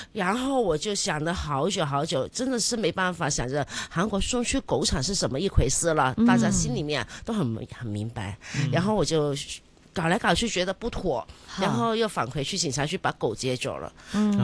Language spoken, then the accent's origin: Chinese; Hong Kong; 但是大部分现在我们香港人很喜欢去的地方，很多都是免隔离了。